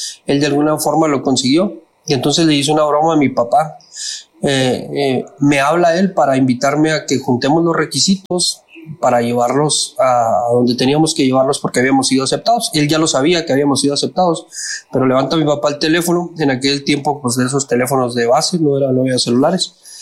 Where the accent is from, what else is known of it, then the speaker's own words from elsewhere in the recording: Cuauhtémoc, Chihuahua, Mexico; ya estudiando yo aquí en Cuauhtémoc, que siendo originario de Chihuahua, mis papás me trajeron muy joven a esta ciudad de Cuauhtémoc, y bueno, yo estudié toda mi formación educativa es aquí en esta ciudad, excepto la universidad